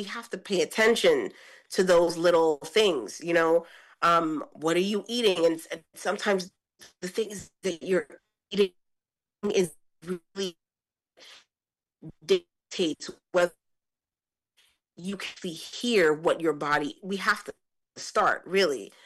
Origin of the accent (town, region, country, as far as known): New York City, New York, United States; moved away as an adult; now in New Jersey, United States